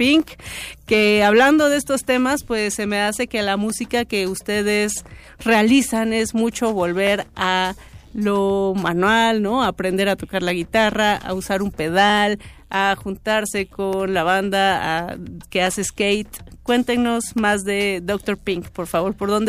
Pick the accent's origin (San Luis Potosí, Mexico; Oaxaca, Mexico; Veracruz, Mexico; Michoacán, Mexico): Oaxaca, Mexico; Yo soy de Oaxaca.